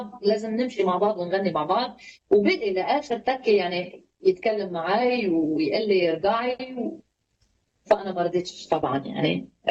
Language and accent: Arabic; Lebanon; عندنا في لبنان نقول التفشيش